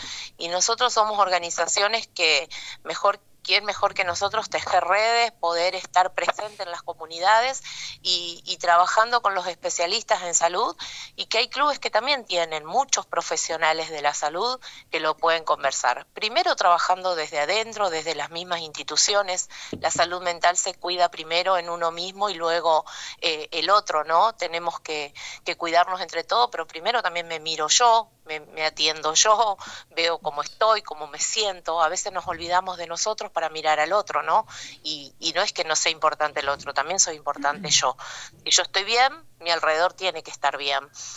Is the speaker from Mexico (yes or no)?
no; Argentina; now in Reconquista, Argentina; como ciudadanos, como argentinos.